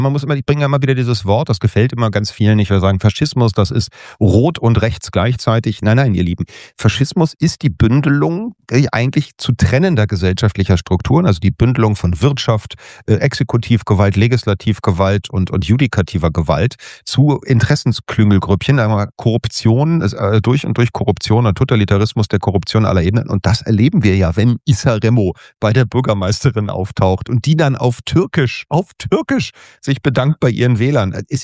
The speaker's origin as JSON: {"language": "German", "region": "Berlin", "country": "Germany", "said": "für mich als Berliner"}